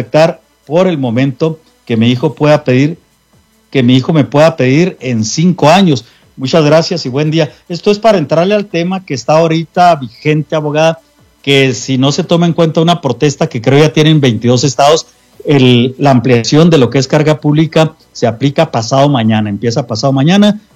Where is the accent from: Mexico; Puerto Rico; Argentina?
Mexico; now in United States; Tengo 25 años aquí, soy de México y pasé con mi visa de turista.